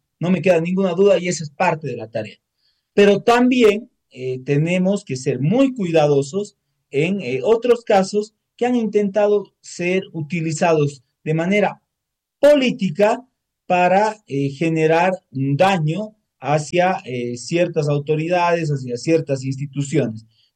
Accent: Bolivia; el gran desafío que tenemos como bolivianos

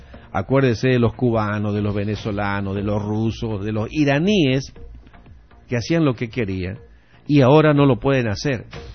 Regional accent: Santa Cruz, Bolivia; Nosotros en Santa Cruz y en el oriente boliviano somos distintos.

